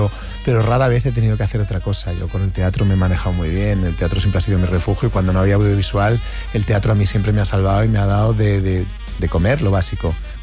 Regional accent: Getafe, Community of Madrid, Spain; Yo vengo de Getafe.

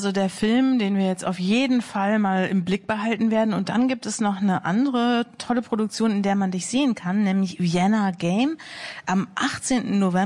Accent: Osnabrück, Lower Saxony, Germany; Wer aus Osnabrück kommt, findet es überall in der Welt schön.

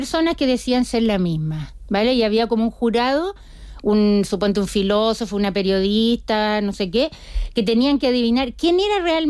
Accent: Chile; moved away; me siento más palestina cuando he estado y también me siento más chilena viviendo fuera

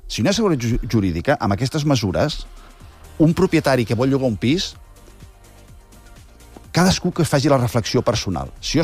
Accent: Barcelona, Catalonia, Spain; els que viu per aquí, som de Barcelona

